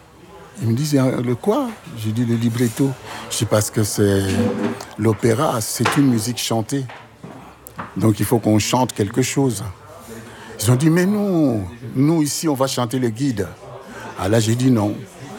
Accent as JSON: {"language": "French", "town": "Paris", "region": "Île-de-France", "country": "France", "said": "Aujourd'hui, moi, je suis parisien. J'ai des amis marseillais."}